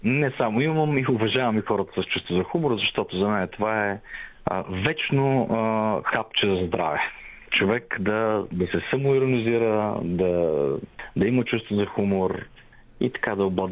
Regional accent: Dobrich, Dobrich Province, Bulgaria; moved away; преди това завърших училище по изкуствата в Добрич. Аз съм от Добрич, свиря на кларинет и на гайда.

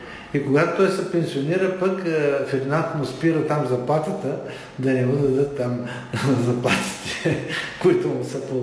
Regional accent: Plovdiv, Plovdiv Province, Bulgaria; Питате ме като пловдивчанка

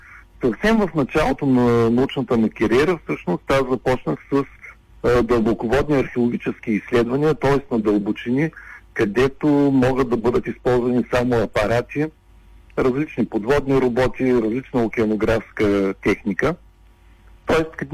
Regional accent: Varna, Varna Province, Bulgaria; Роден съм във Варна, през целия си живот съм бил тук, с изключение на времето, когато съм учил в университет.

